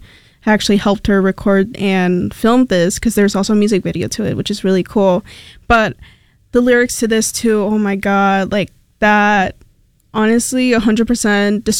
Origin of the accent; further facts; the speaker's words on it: Louisiana, United States; first language Spanish; English is a second language; because at the time, I still did not know perfect English. Even growing up in Louisiana, I went to an international school. So it was really only speaking Spanish.